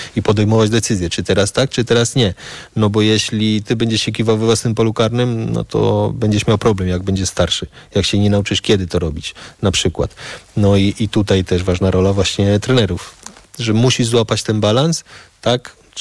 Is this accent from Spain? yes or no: yes; Spain; jak ja się wychowałem w Hiszpanii, i mi jak grałem w piłkę, jako dzieciak, jako starszy zwracali mi na to uwagę